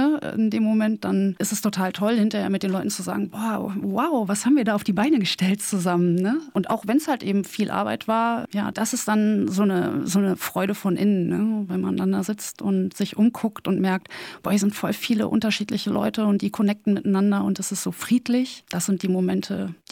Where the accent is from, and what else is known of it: North Rhine-Westphalia, Germany; born or raised there